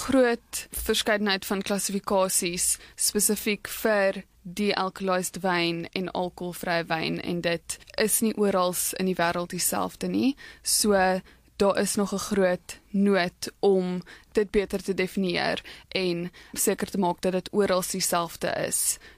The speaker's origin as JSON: {"language": "Afrikaans", "town": "Mossel Bay", "region": "Western Cape", "country": "South Africa", "tie": "born or raised there", "said": "In Mosselbaai, so glad nie naas en by in enige wynlande nie."}